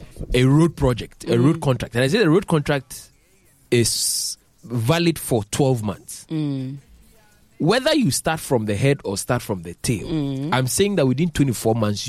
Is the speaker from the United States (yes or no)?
no; Ghana; Because I'm Ghanaian